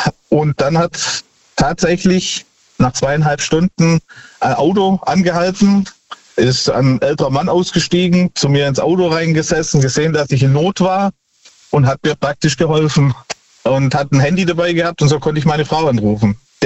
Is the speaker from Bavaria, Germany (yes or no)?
no; Nehren, Baden-Württemberg, Germany; Ich komme aus Näheren bei Tübingen.